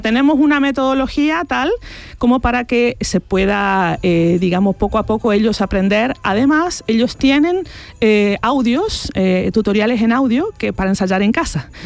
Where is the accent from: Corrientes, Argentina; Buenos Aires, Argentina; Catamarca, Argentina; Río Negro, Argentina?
Corrientes, Argentina; now in Spain; Yo soy norteña. Sí. No del noroeste, ¿no? Uh-huh. De donde vendría la música esa, sino del otro lado. Yo soy de Corrientes, cerca de Brasil.